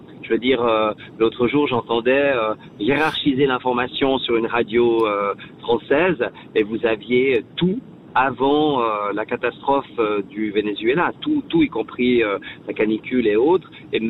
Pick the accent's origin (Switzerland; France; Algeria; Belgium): Switzerland; Et je trouve que chez nous, en Suisse, on a tendance à presque avoir honte de notre générosité.